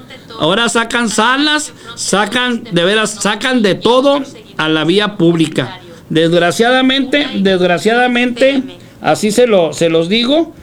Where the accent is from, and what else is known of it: Ciudad Juárez, Chihuahua, Mexico; born or raised there; also born or lived in Mexico City